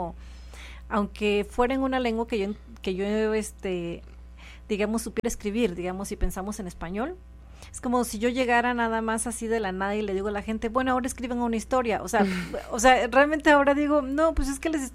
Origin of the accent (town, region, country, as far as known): Oaxaca, Mexico; born there; also born or lived in Santa Catarina Juquila